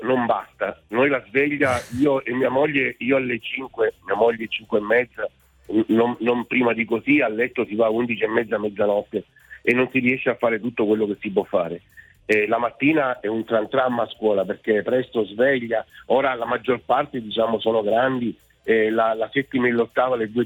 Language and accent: Italian; Reggio Calabria, Calabria, Italy; moved away as an adult; now in Brescia, Italy; io sono nato e cresciuto a Reggio Calabria, ma ora da 20 anni vivo a Brescia.